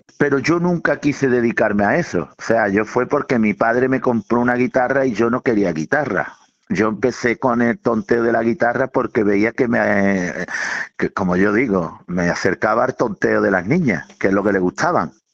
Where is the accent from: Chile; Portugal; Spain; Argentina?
Spain; Andalusia; Yo soy de Belén, Málaga.